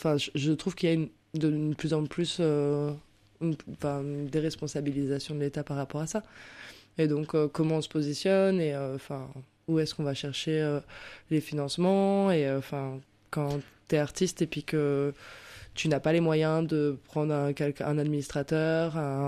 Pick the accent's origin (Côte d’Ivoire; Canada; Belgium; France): France; Pays de la Loire; je viens du Maine-et-Loire.